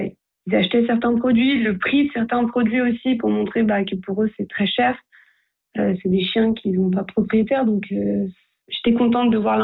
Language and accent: French; Switzerland; Donc, je voyais aussi donc l'impact d'un don étranger que nous, on peut avoir en tant que Suisse.